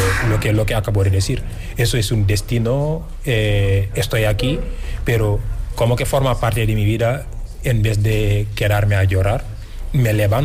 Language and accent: Spanish; Senegal; Spanish is a second language; moved away as an adult; now in Andalusia, Spain; Yo soy un afroandalú, cotizo aquí, contribuyo aquí, formo parte también de aquí. Aunque soy de Senegal, yo soy muy, muy, muy orgulloso de mis raíces